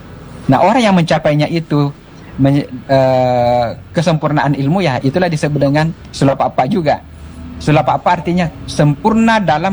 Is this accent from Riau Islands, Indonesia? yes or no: no; South Sulawesi, Indonesia; kita Bugis dan Makassar